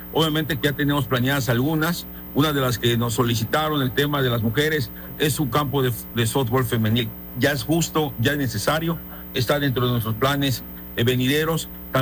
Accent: Mexico; todas y todos los que somos mexicanos

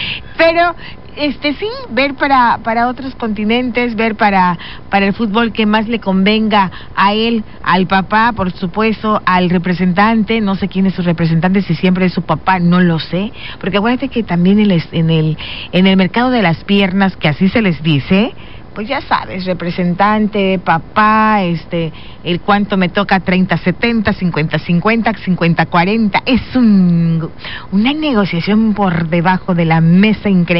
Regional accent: Mexico; nosotros como mexicanos

